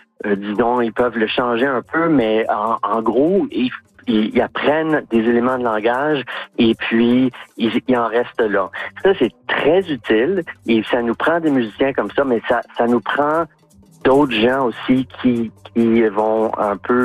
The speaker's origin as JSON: {"language": "French", "town": "Montreal", "region": "Quebec", "country": "Canada", "moved": "yes", "lives_now": "Toronto, Canada", "said": "C'est le résultat de plusieurs années passées à Toronto. Moi, je viens de Montréal, mais je suis ici depuis plusieurs années maintenant."}